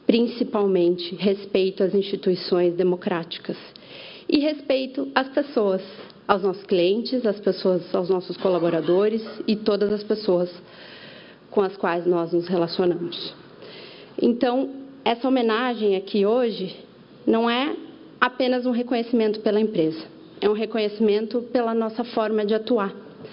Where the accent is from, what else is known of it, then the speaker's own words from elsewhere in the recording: Curitiba, Paraná, Brazil; now in São Paulo, Brazil; eu sou de Curitiba, mas o Estado de São Paulo foi o Estado que me acolheu.